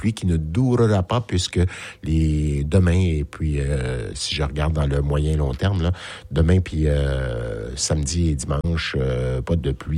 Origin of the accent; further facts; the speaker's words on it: Drummondville, Quebec, Canada; ça a commencé dans mon patelin à Drummondville